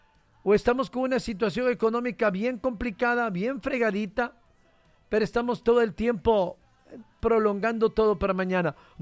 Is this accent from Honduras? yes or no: yes; Honduras